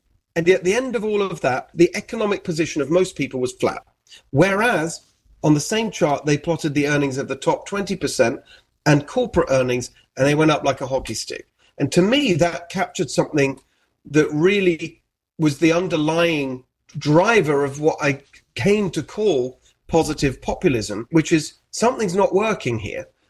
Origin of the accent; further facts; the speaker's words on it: England, United Kingdom; born there; I was born in England. My parents are Hungarian.